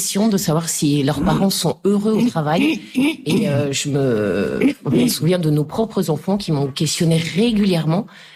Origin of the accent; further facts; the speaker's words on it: Brest, Brittany, France; On vient de Brest, en Bretagne.